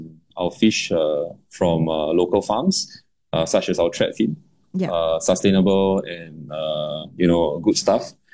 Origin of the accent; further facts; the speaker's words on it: Singapore; So as a Singaporean, we have, in our daily lives, we see things from all over the world and we kind of like reinterpret them and it becomes Singaporean